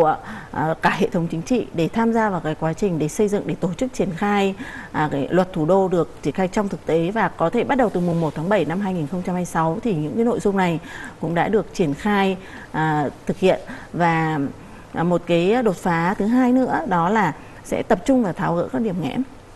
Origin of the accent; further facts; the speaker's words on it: Hanoi, Vietnam; Chúng tôi cũng là công dân sống từ bé ở Hà Nội, lại còn ở phố cổ đấy.